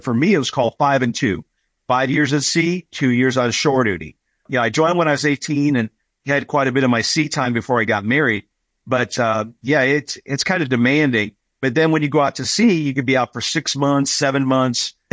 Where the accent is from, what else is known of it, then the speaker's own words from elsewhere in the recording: Aurora, Illinois, United States; I grew up in Aurora, Illinois, 40 miles west of Chicago